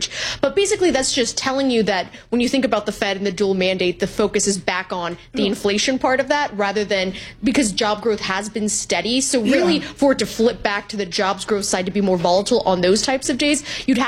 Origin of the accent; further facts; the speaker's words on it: Corpus Christi, Texas, United States; I am from Corpus Christi.